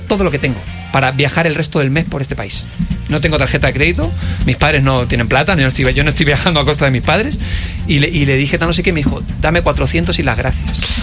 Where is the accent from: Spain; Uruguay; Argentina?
Spain; Claro, yo soy español.